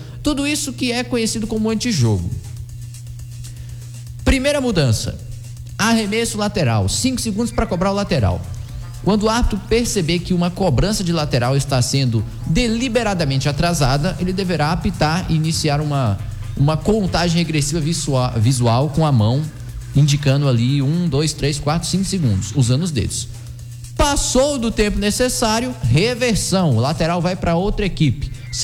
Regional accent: Brazil; eu sou da Paraíba, temperatura pra mim sempre foi quente.

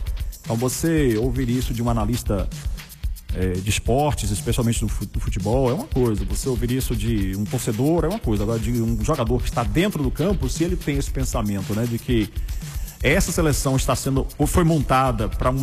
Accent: Brazil; nós, enquanto brasileiros

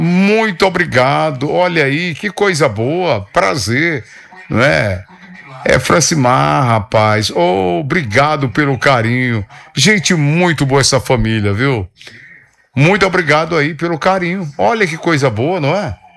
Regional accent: Bacabal, Maranhão, Brazil; now in Teresina, Brazil; Sou do Mearim, de Bacabal, mas já moro aqui há quase 40 anos, né, no Piauí

